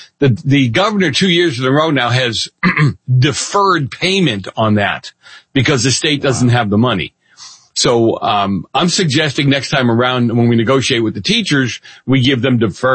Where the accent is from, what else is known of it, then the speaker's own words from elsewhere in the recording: Boston, Massachusetts, United States; Remember, I grew up around the Big Dig, right? That $4 million project that turned into $4 billion in Boston